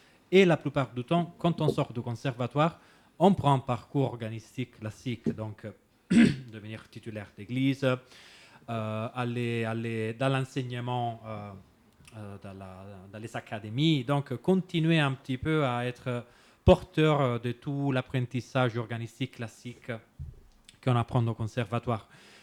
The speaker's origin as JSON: {"language": "French", "town": "Rome", "region": "Lazio", "country": "Italy", "also_born_or_lived": "Naples", "moved": "yes", "said": "Moi, je suis de Rome, mais j'ai fait mes études musicales à Naples."}